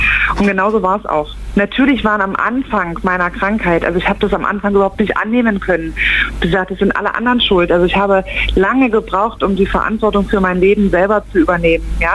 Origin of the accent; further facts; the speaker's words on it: East Germany, Germany; Ich bin ein Kind des Ostens